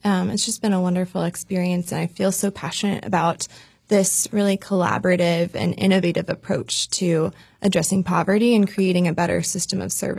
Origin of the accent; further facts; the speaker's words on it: Oklahoma, United States; moved away as an adult; now in Chatham County, North Carolina, United States; I'm originally from Oklahoma and getting to pull from my rural knowledge of where I grew up and where my husband grew up.